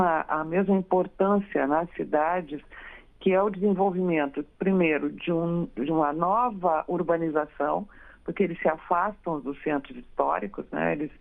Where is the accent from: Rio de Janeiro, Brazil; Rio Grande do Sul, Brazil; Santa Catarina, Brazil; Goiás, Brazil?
Rio Grande do Sul, Brazil; born there; now in North Region, Brazil; eu sou sulista, né? Eu sou nascida no Rio Grande do Sul. Eu moro aqui no Norte há 50 anos, mas eu sou sulista.